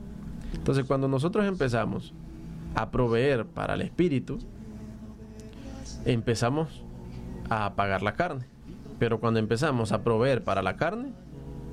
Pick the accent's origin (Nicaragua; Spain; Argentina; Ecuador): Nicaragua; Y es como la cédula que tenemos nosotros, que nos hace probar que somos ciudadanos nicaragüenses.